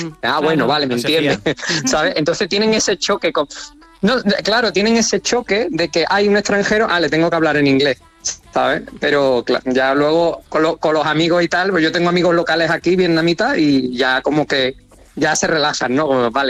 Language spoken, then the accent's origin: Spanish; Seville, Andalusia, Spain; yo soy sevillano, yo soy de Sevilla